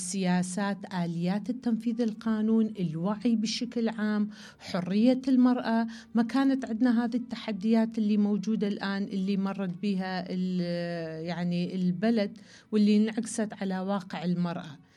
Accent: Iraq; لأن أنا عراقية

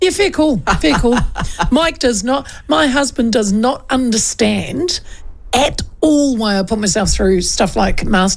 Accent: New Zealand; I said, I'm from New Zealand, mate. We're weapons there.

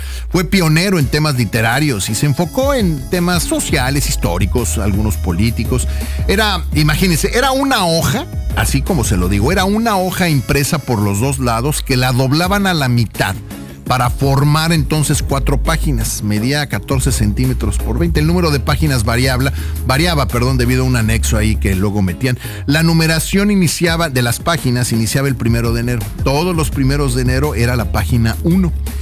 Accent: Mexico

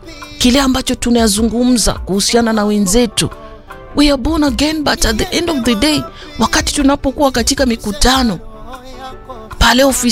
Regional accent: Garsen, Tana River County, Kenya; kule Garsen kwetu

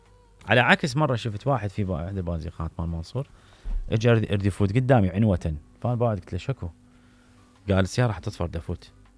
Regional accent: Iraq; فتخيلوا إلى أنه إحنا كمواطنين عراقيين لا نتأثر ولا نؤثر في بلدنا

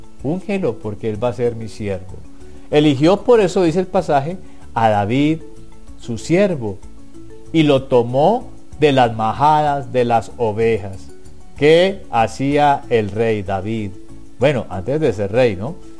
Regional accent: Colombia; Bueno, en mi tierra, en Colombia, hay habitantes de calle

